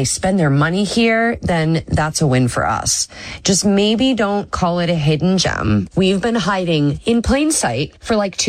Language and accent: English; Maine, United States